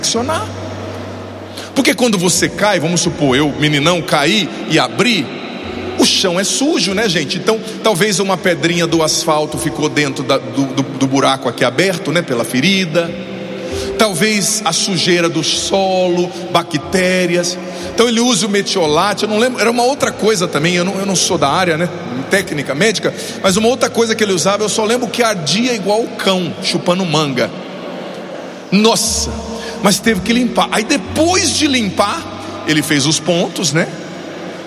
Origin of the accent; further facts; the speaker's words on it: Paraná, Brazil; lá na minha cidade, no Paraná